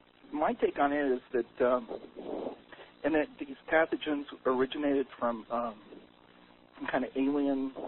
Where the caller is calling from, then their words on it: Colorado, United States; This is a liberal in Colorado